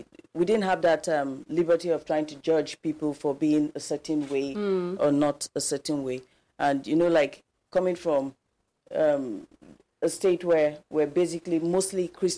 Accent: Jos, Plateau, Nigeria; I grew up in Jos.

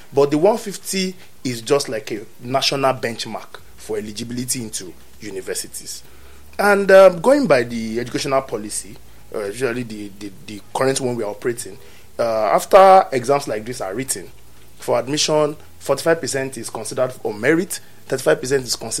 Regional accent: Nigeria; as a Nigerian who to some extent is policy inclined.

